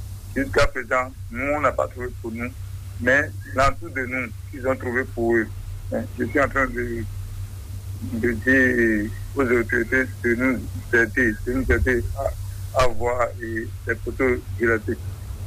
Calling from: Adjarra, Ouémé, Benin; J'appelle de Porte Nouveau. Commune d'Ajara, arrondissement de Marie.

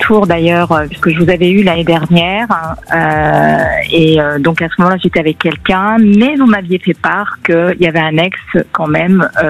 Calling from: Paris, Île-de-France, France; Je vous appelle de Paris.

